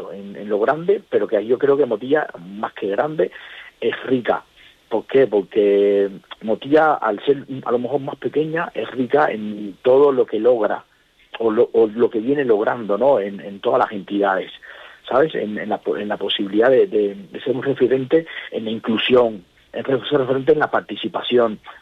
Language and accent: Spanish; Cuba; now in Albacete, Spain; yo por ejemplo soy cubano, pero cuando ya me relaciono con muchas personas